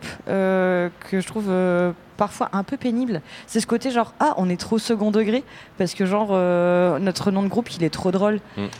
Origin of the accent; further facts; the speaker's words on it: Nouvelle-Aquitaine, France; On est terroir, on vient du Limousin